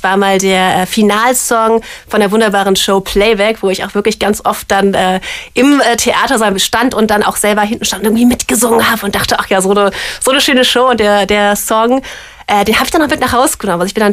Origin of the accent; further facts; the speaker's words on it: Bonn, North Rhine-Westphalia, Germany; Ich bin selber auch Rheinländerin, so Urbonnerin.